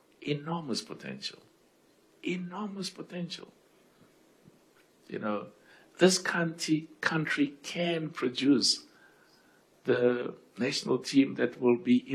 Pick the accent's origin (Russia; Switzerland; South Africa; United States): South Africa; Orlando, Gauteng; born there; I was born in Orlando. So if you were born in Orlando, you had no choice.